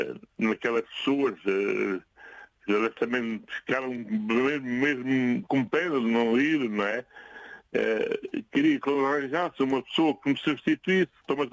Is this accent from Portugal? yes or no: yes; Mata, Centro, Portugal; born there; Eu nasci na Mata. É uma aldeia perto aqui de Castelo Branco. 17 quilómetros de Castelo Branco.